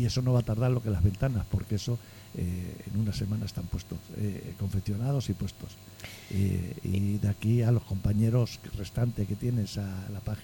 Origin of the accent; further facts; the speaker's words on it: Miguelturra, Castilla-La Mancha, Spain; me despido de vosotros y de los Miguel Turreños, vecinos de mi pueblo